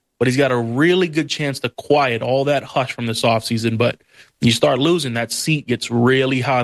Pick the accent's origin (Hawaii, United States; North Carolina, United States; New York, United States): Hawaii, United States; Honolulu; I am from Honolulu, Hawaii, Jason.